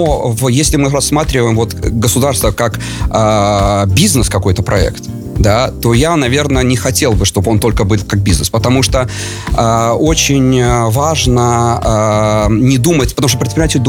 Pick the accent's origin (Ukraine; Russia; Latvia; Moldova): Latvia; Latgale; я сам из Латгалии